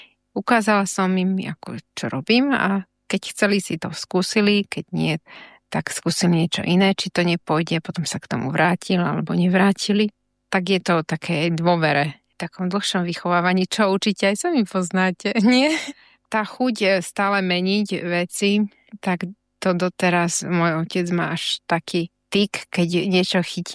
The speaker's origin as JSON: {"language": "Slovak", "town": "Bratislava", "region": "Bratislava Region", "country": "Slovakia", "tie": "born there", "said": "No, narodila som sa v Bratislave. Aj moji rodičia pochádzajú z Bratislavy."}